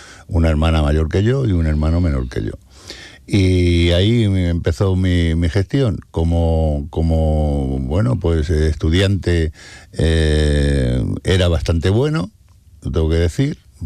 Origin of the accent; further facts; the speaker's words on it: Madrid, Community of Madrid, Spain; now in Seville, Spain; Yo nací en Madrid en el año 1952, en junio.